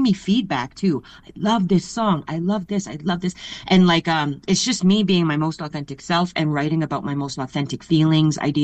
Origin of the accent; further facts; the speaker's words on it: Big Stone Cree Nation, Alberta, Canada; I'm originally from Big Stone Cree Nation in mm-hmm. Northern Alberta.